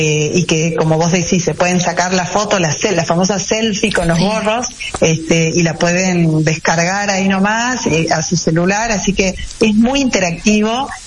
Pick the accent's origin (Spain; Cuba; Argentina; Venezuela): Argentina; Salta; todos somos salteños y que pertenecemos acá